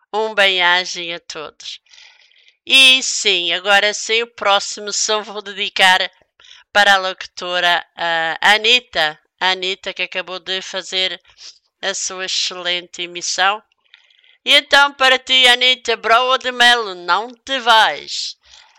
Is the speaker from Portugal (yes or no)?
yes; Madeira, Portugal; now in Barcelos, Portugal; Mas eu sou da ilha da Madeira, e criada, nascida e criada, e batizada, fiz a primeira comunhão, fiz o crisma